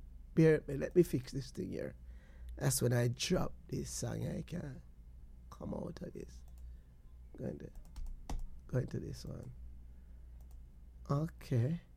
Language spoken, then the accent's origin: English; Portland Cottage, Clarendon, Jamaica; So, we grew up in Portland Cottage.